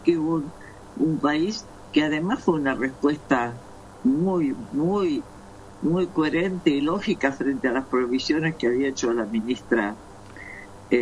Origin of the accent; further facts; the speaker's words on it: Entre Ríos, Argentina; yo soy de Entre Ríos.